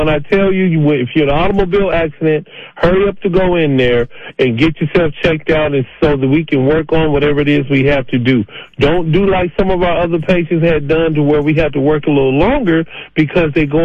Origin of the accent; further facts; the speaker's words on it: Denver, Colorado, United States; my hometown in Denver.